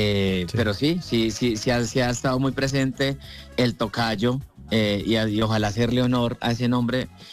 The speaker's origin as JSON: {"language": "Spanish", "town": "Cali", "region": "Valle del Cauca", "country": "Colombia", "lives_now": "Bogotá, Colombia", "said": "Yo soy licenciado egresado de allá, de donde soy. Yo soy caleño, ahora vivo en Bogotá."}